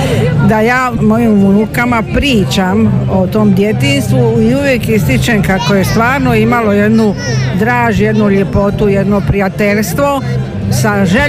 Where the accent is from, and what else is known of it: Trogir, Split-Dalmatia County, Croatia; born or raised there